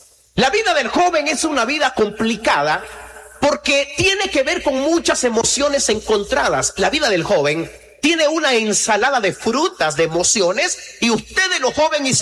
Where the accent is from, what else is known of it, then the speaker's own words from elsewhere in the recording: Nicaragua; now in Guatemala; Solo yo soy el nicaragüense regalado aquí. Pero ya tengo DPI.